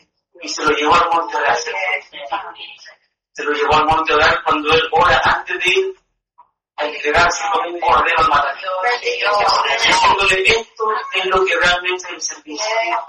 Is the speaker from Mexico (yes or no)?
no; Chile; nosotros somos chilenos. Dios nos dejó en este país, tenemos que hablar como chilenos.